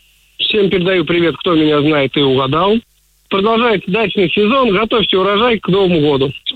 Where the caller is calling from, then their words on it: Michurinsk, Tambov Oblast, Russia; я из Мичуринска, Тамбовской области.